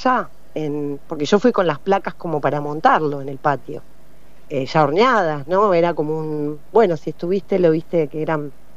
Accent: La Plata, Buenos Aires Province, Argentina; born there; Yo soy platense de cuna y también defiendo un montón ese lugar, y donde nosotros estamos en La Plata.

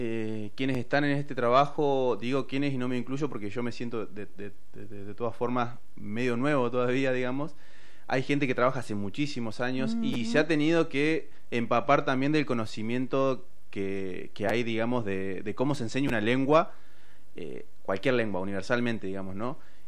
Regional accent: Allen, Río Negro, Argentina; moved away; yo vengo del Curelefú, ¿sí? Es una forma de presentarme, decirles que vengo del Río Negro, de un pequeño pueblo que hoy se llama Allen, pero que antiguamente sabemos que fue Huaycuñelo. Ese pueblo está a la orilla del Río Negro.

